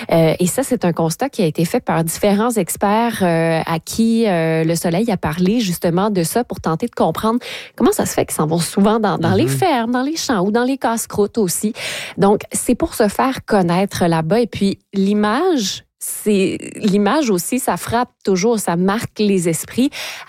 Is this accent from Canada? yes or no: yes; Quebec, Canada; à Saint-Tite, chez nous en Mauricie